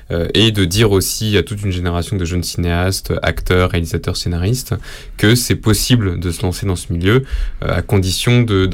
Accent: Paris, Île-de-France, France; j'ai toujours habité à Paris

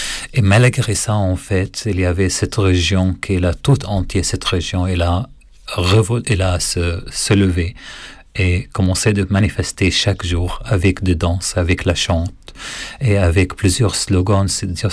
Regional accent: As-Suwayda Governorate, Syria; French is a second language; moved away; la région où je viens, du sud de la Syrie, il s'appelle Sweda.

